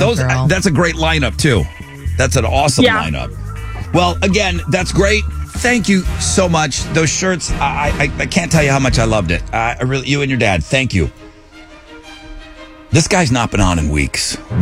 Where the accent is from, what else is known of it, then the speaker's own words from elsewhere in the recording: United States; I am an American, though